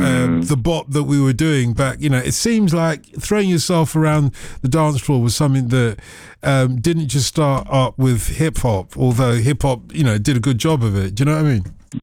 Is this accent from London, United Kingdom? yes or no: yes; London, United Kingdom; a black guy growing up on Broadwater Farm in London, being a teddy boy, I got a lot of, you know, I got a lot of abuse.